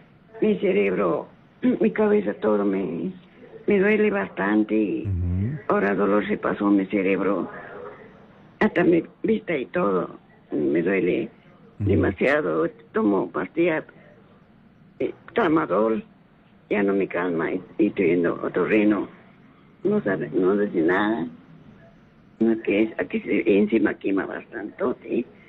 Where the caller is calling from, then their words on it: Lima, Peru; Acá cerca de Lima.